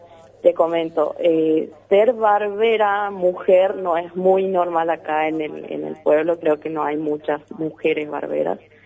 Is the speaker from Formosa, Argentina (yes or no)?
yes; Las Lomitas, Formosa, Argentina; Yo soy de acá de Las Lomitas.